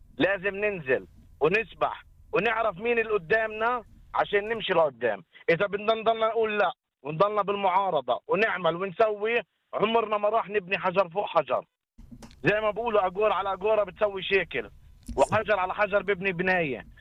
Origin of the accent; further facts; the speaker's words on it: Jerusalem, Palestine; إحنا أولاد القدس محرومين من الانتخابات عشان فيش معنى جنسية